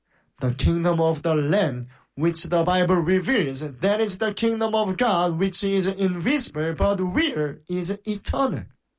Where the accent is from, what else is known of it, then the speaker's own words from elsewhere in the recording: South Korea; Listeners, I came from the Republic of Korea.